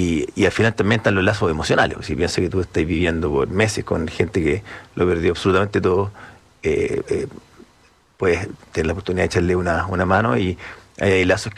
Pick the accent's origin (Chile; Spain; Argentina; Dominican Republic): Chile; porque para nosotros como chilenos hay cosas muy obvias, porque tenemos tantos terremotos, tsunamis, aluviones, incendios